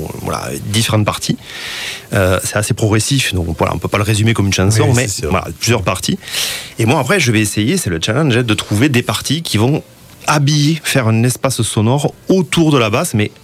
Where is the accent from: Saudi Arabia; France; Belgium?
France; Occitanie; Alors moi, je suis occitan. J'ai vécu d'Algers toute ma vie, si j'ai pu travailler un petit peu ailleurs, bouger.